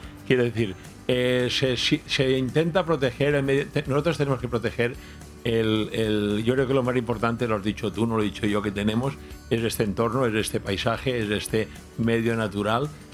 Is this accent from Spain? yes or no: yes; Altea, Valencian Community, Spain; porque al final yo también soy chauvinista y soy muy de Altea, me quiero mucho mi pueblo, ¿vale?